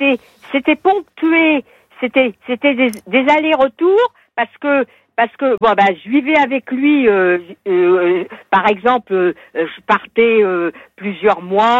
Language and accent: French; Normandy, France; Oui, parce que je suis normande, mais j'ai toujours adoré le soleil et la chaleur.